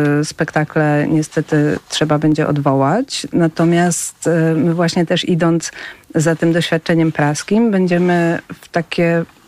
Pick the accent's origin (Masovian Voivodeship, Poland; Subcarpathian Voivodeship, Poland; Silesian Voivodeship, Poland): Masovian Voivodeship, Poland; Warsaw; born there; ja jestem warszawianką z urodzenia i ja w Zamku Królewskim, może byłam raz w życiu, wstyd przyznać, z jakąś wycieczką szkolną